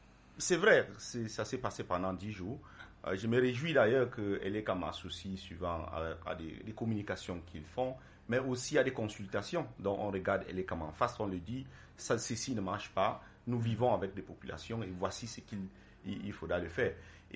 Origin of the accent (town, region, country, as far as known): Cameroon